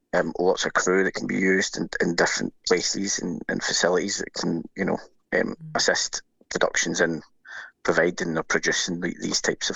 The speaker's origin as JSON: {"language": "English", "town": "Glasgow", "region": "Scotland", "country": "United Kingdom", "tie": "born or raised there", "said": "it's always good, as someone who's born and bred in Glasgow, to be working in the city I was born and grew up in and see that on the big screen."}